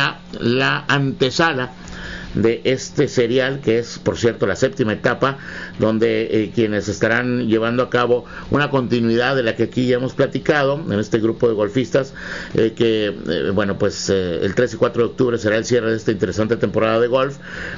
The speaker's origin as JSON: {"language": "Spanish", "country": "Mexico", "said": "los mexicanos, que nuestro ADN va mucho con ello"}